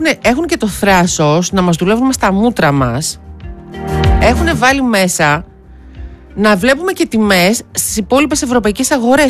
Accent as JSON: {"language": "Greek", "town": "Thessaloniki", "region": "Central Macedonia", "country": "Greece", "said": "Καλημέρα στον Απόστολο από Θεσσαλονίκη, εδώ πέρα από την πόλη μου."}